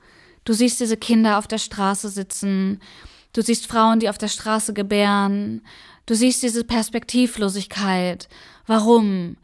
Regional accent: Afghanistan; German is a second language; moved away; Ich bin in Afghanistan geboren, 2004. Ich bin in einer Arbeiterfamilie aufgewachsen und hatte zum Glück die Möglichkeit, zur Schule zu gehen.

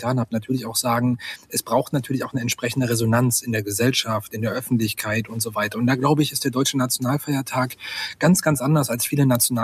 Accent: Hettstedt, Saxony-Anhalt, Germany; für eine Demonstration in meiner Heimatstadt Hettstedt in Mansfeld-Südharz.

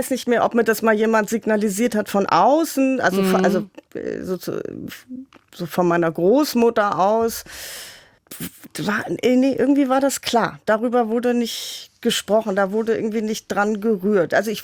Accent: Hamburg, Germany; Hier an der Kellinghusenstraße. Ich bin aus Hamburg.

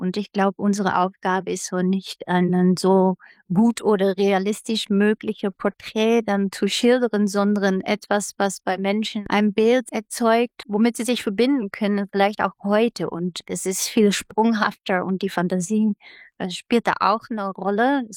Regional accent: Netherlands; German is a second language; Ich komme ja aus den Niederlanden, so für mich war das relativ unbekannter Stoff. So, ich bin da nicht in die Schule mit aufgewachsen

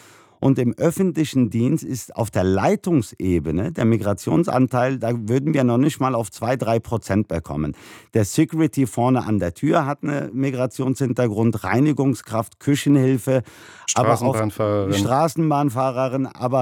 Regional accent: Germany; egal wo ich auf der Welt bin, wenn ich gefragt werde, wo ich herkomme, sage ich immer, ich bin Deutscher.

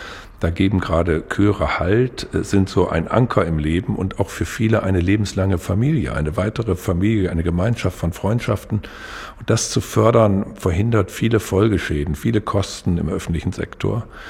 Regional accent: Northern Germany, Germany; Das muss ich als Norddeutscher inzwischen konstatieren.

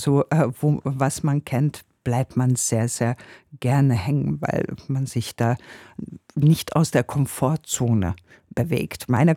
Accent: Hungary; German is a second language; moved away; Ich komme aus Ungarn … ich bin so und so viele Jahre alt

